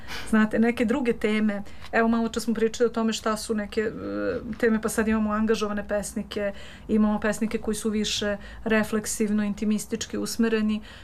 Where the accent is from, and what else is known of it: Belgrade, Serbia; born or raised there